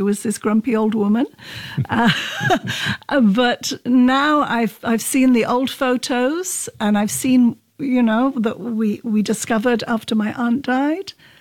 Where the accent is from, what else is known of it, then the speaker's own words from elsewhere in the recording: England, United Kingdom; born there; So basically pure Scots, but I was born in England.